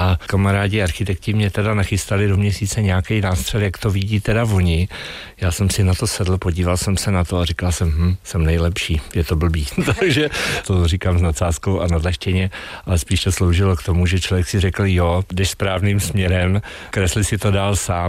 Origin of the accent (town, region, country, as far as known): Pardubice, Pardubice Region, Czechia; moved away as an adult; also born or lived in Olomouc